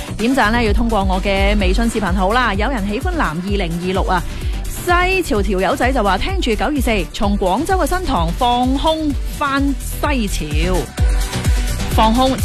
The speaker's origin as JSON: {"language": "Cantonese", "town": "Shaoguan", "region": "Guangdong", "country": "China", "tie": "born or raised there", "said": "韶关乡下我乡下"}